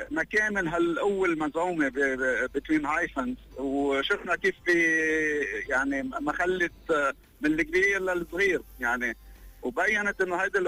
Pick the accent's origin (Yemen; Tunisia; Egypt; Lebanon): Lebanon; نحن كدولة لبنانية لأول مرة عم نفاوض عن حالنا كدولة لبنانية